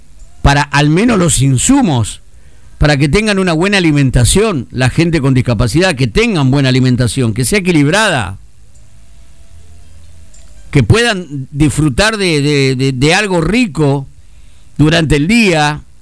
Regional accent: Santa Fe, Argentina; Yo soy sureño. Me crié en el Barrio Sur y sé lo que es el sur.

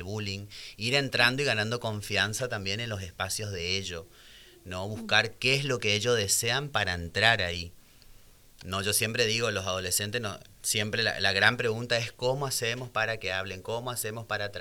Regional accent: Chaco, Argentina; now in Santa Fe, Argentina; yo soy de Chaco.

